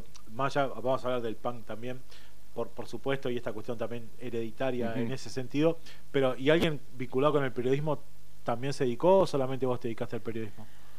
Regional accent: La Plata, Buenos Aires Province, Argentina; soy platense

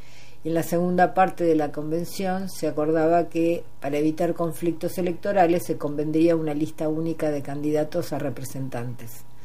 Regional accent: Argentina

